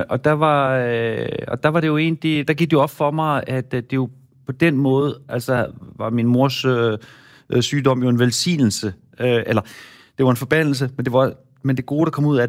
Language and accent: Danish; Central Denmark Region, Denmark; jeg er vokset op i Midtjylland og kun har haft engelsk i 3 år, så er mit engelsk jo så skole dansk.